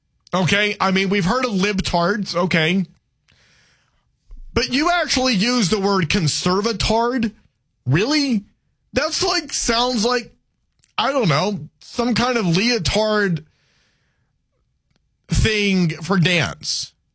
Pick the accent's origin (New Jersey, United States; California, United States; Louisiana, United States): Louisiana, United States; I'm a Cajun. I identify more as a Cajun. I'm actually more of a cactus, you know, because I'm, you know, kind of Cajun, kind of Kunas.